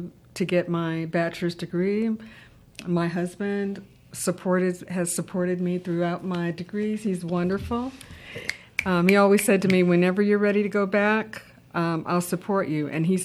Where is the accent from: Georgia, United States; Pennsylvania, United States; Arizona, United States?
Arizona, United States; Tucson; moved away as an adult; Well, originally, I'm from Tucson, Arizona.